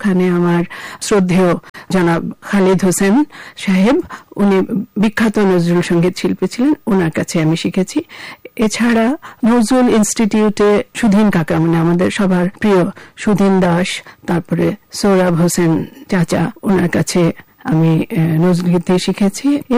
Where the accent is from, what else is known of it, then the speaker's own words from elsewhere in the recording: Dhaka, Dhaka Division, Bangladesh; আমার জন্ম ঢাকাতেই, আমি শান্তিনগরে আমাদের বাসা, ওখানে আমার জন্ম হয়েছিল, ওখানে আমি বড় হয়েছি, স্কুলে পড়েছি, তারপরে হোলি ক্রস কলেজে পড়েছি